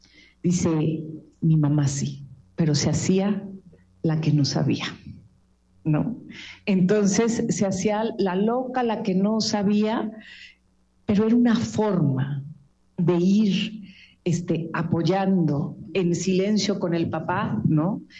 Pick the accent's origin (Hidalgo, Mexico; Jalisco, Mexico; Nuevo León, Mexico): Jalisco, Mexico; Guadalajara; moved away; yo soy tapatía, pero siempre lo he dicho, yo desde que llegué a Cualtos me asumo también una parte de mi corazón es alteña.